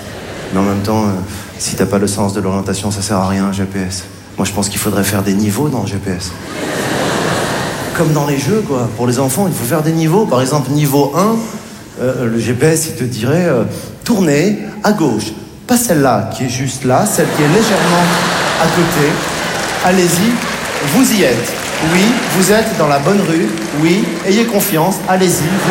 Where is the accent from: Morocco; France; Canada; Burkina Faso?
Morocco; born there; Je suis né au Maroc. Ce qui est bien quand t'es marocain, quand tu vas aux States...